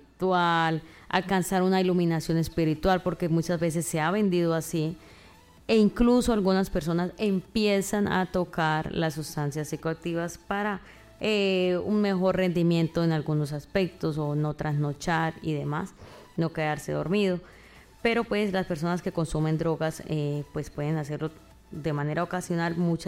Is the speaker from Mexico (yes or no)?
no; Colombia; como colombianos lo pensemos